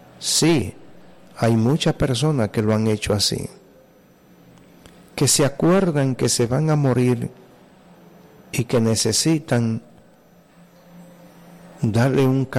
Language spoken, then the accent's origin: Spanish; Jamao al Norte, Espaillat, Dominican Republic; nosotros, el pueblo de Jamao al norte, mi pueblo